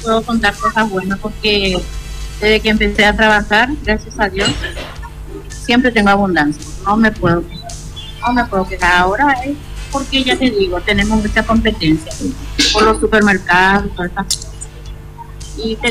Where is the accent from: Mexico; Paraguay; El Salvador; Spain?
Paraguay; Areguá, Central; also born or lived in Argentina; Yo soy de Areguá.